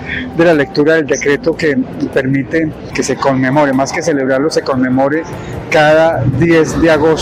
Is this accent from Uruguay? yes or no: no; Pereira, Risaralda, Colombia; aquí en mi tierra pereirana